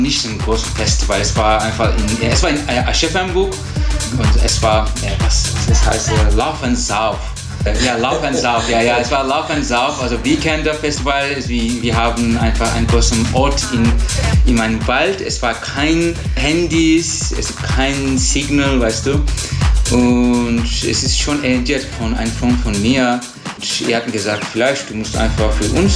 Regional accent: Turkey; German is a second language; moved away as an adult; now in Germany; ich komme aus der Türkei. Ich bin in Deutschland schon seit 8 Jahren.

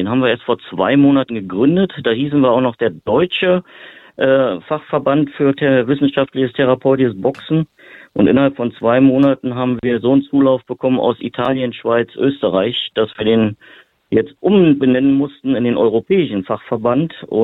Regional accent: Berlin, Germany; Ich habe mit 5 Jahren, ich komme aus Berlin, in 5 Jahren mit Kinderkarate angefangen

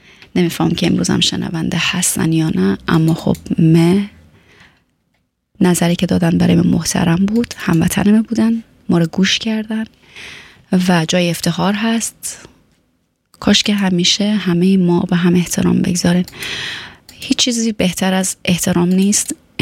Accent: Afghanistan; moved away; ما و شما هم از افغانستان آمدیم

